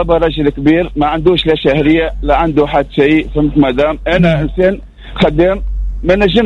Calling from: Sfax, Sfax Governorate, Tunisia; من صفاقس، ساكني صفاقس.

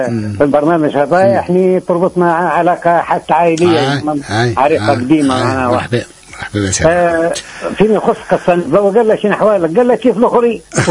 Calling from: Tunisia; احنا كي نقولوا في قادس يقولون انتم من الجنوب. لا نقولوا احنا من قادس ماناش من سطاوين.

